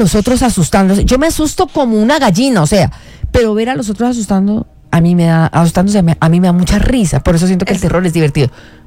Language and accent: Spanish; Colombia; No, mentira, sí, yo soy súper colombiana y amo mi país.